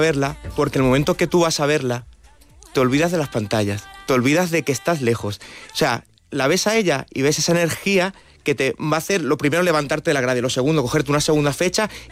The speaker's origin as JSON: {"language": "Spanish", "region": "Asturias", "country": "Spain", "lives_now": "Madrid, Spain", "said": "Yo soy de Asturias y ahí yo tenía una habitación en mi casa que era..."}